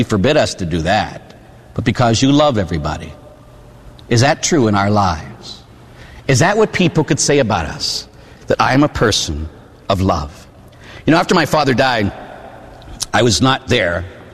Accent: Pittsburgh, Pennsylvania, United States; born or raised there

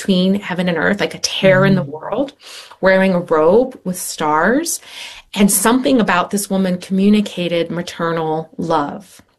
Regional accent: Frederick, Maryland, United States; I'm from Frederick, Maryland, which is close to where she started her Catholic schools.

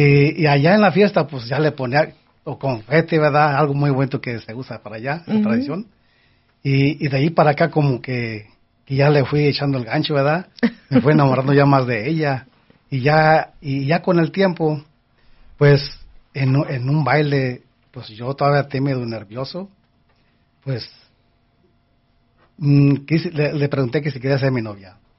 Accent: Michoacán, Mexico; Tenemos 3 hijos, tenemos 3 nietos y somos de originales de Michoacán, México.

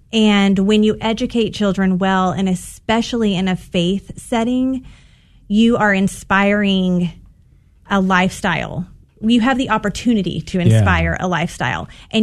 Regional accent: Texas, United States; and I'm from East Texas. I didn't know anybody that was homeschooled

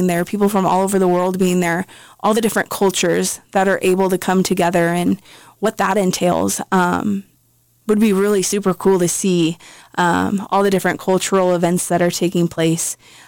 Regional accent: Nebraska, United States; born there; moved away; last weekend I was back home in central Nebraska

